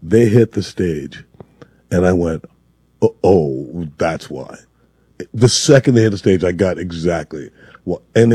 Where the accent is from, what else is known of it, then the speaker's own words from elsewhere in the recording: Charleston, United States; I grew up in Charleston fighting it, and so I think it'd be me or Sony, but it'd be a scrap at the end.